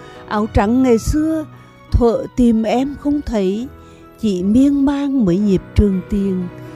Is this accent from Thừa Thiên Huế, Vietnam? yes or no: yes; Huế, Thừa Thiên Huế, Vietnam; born there; Tại vì chị sinh ra ở Huế nhưng chị rất ít ở Huế, chị ở các tỉnh khác chứ không phải ở Huế.